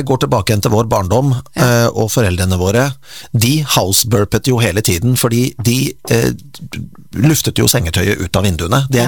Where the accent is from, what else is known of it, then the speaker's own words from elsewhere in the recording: Kongsberg, Buskerud, Norway; I min hjemby Kongsberg